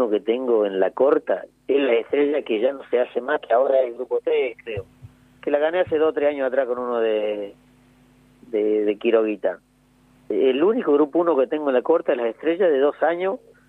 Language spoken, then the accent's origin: Spanish; Córdoba, Argentina; Yo soy hincha de Boca y soy cordobés.